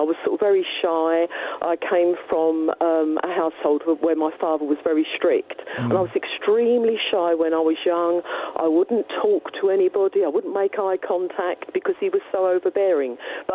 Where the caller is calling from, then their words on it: Harwich, East of England, United Kingdom; I actually live in Harwich.